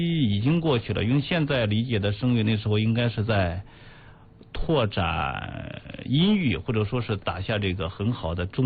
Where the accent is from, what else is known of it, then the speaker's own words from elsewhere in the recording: Zhangjiakou, Hebei, China; 回来之后就又进入市里边，就是说我的家乡张家口市。